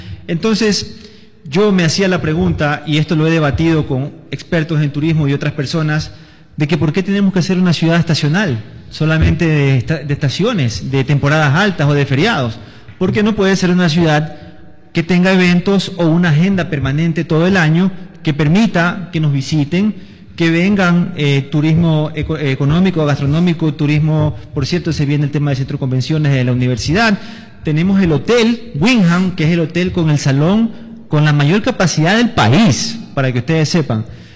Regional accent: Manta, Manabí, Ecuador; yo soy de Manta. Manta, ¿y dónde está Manta? Yo les digo, mira, es un puerto

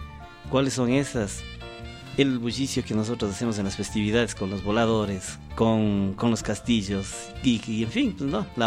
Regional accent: Zámbiza, Pichincha, Ecuador; venimos de Zambisa. Venimos bien preparados para darnos a conocer la parroquia. Nosotros somos una parroquia de 442 años, una de las parroquias ya más antiguas del distrito metropolitano. Tenemos mucha cultura, muchas tradiciones

